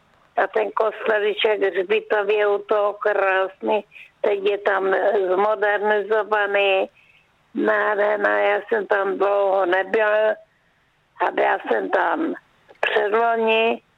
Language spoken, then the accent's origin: Czech; Jeseníky, Czechia; A Váchy, to je moje rodiště. Naše se přestěhovali po válce 45. na Jeseníky, tak jsem tam vyrůstala a tam jsem chodila na ty Javorníky